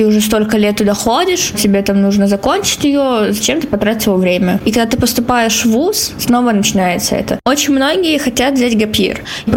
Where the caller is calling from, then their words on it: Irkutsk, Irkutsk Oblast, Russia; я из Иркутска, мне 17 лет